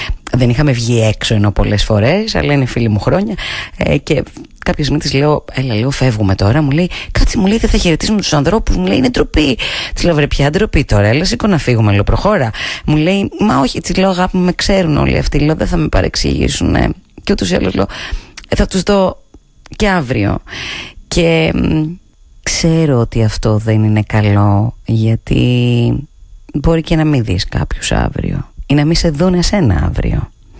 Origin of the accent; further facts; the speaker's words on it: Thessaloniki, Central Macedonia, Greece; born there; Ακόμα και τότε που πήγαινα, ας πούμε, στο χωριό μου τα καλοκαίρια και έπρεπε να αποχωριστώ τις φίλες μου, τις παρέες μου, για να πάω εγώ τότε στη Θεσσαλονίκη από το χωριό